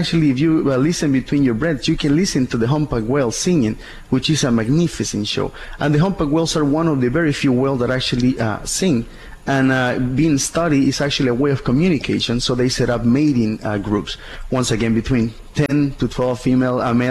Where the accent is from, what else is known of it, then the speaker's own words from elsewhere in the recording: Mexico; now in Riviera Nayarit, Mexico; I was born and raised in Baja, but you know, my whole life I've been traveling around the world, and this being the hometown of my family, I end up living here for the last 12-15 years